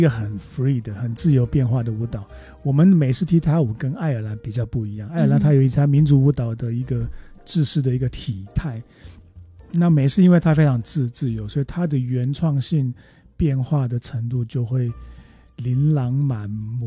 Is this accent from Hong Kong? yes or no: no; Miaoli County, Taiwan; 因为我是苗栗人